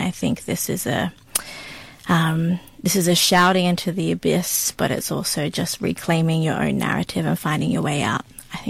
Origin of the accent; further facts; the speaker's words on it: New South Wales, Australia; So growing up on Darug country was big important part of who I am and my identity as well, and being in between, I guess, from the mountains to the sea was that's kind of about me, where I'm from